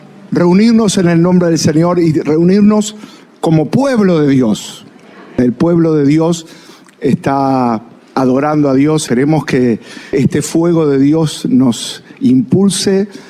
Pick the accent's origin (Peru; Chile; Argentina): Argentina; born there; nosotros que nacimos en Argentina, que vivimos acá